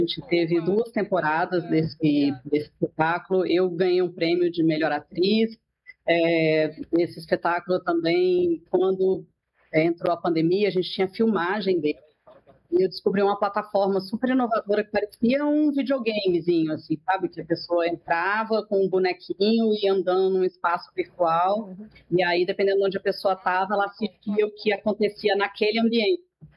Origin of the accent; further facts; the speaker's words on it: Brazil; para saberem que somos brasileiros, falamos português.